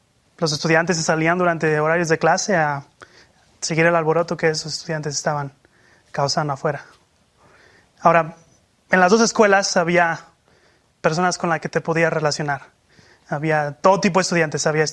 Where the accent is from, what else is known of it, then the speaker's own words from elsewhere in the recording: Mexico; moved away; Una parte de mi vida que me da risa recordar son los 3 años de secundaria que pasé en mi tierra natal. Para los que no saben mucho, esto es de séptimo a noveno grado en México.